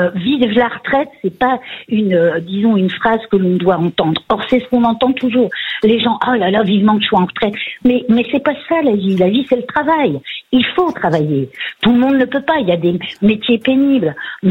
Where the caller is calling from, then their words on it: Hauts-de-France, France; J'habite le Nord.